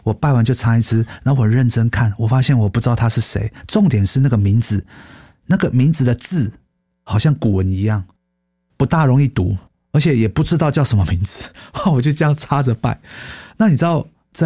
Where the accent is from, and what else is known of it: Taiwan; born there